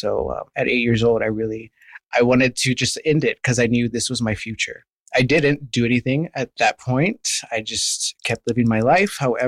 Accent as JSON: {"language": "English", "region": "Texas", "country": "United States", "moved": "as an adult", "lives_now": "New Mexico, United States", "said": "I'm originally from Texas, and I moved to New Mexico in 2020."}